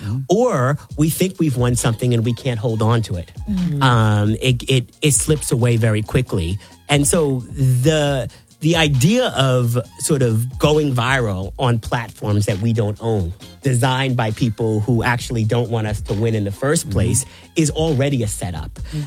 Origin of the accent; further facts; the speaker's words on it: Riverhead, New York, United States; I grew up on Eastern Long Island, the last exit on Long Island Expressway, Riverhead, and my family got there through the Great Migration.